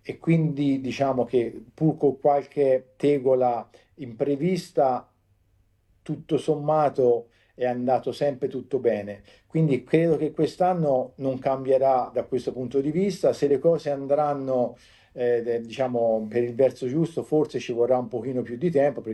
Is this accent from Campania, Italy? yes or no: no; Tuscany, Italy; anche da Toscano